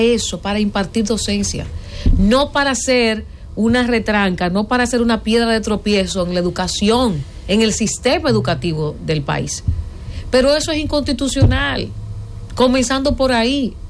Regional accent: La Vega, Dominican Republic; moved away; yo como vegana, estoy hablando de mi pueblo, donde yo voto todavía

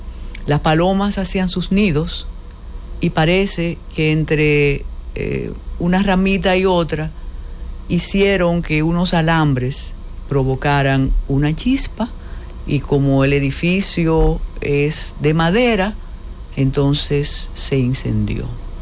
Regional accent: Puerto Plata, Dominican Republic

